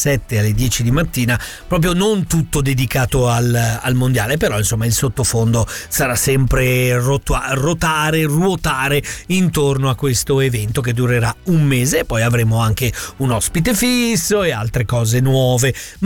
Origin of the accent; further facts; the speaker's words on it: Switzerland; anche da svizzero